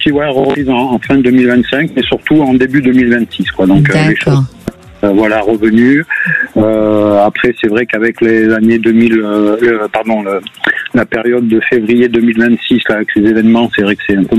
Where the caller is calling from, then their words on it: Nouvelle-Aquitaine, France; Je suis dans la région Nouvelle-Aquitaine.